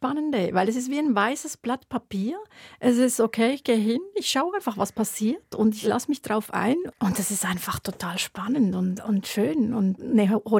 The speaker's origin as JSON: {"language": "German", "country": "Switzerland", "said": "bei uns als Schweizerin, genau."}